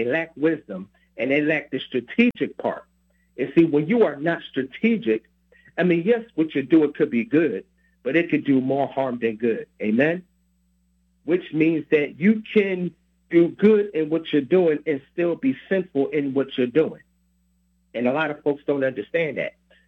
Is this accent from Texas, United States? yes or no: no; Camden, New Jersey, United States; And now when you have an anointing to reach my hometown, Camden, New Jersey, then that means you have an anointing for Camden.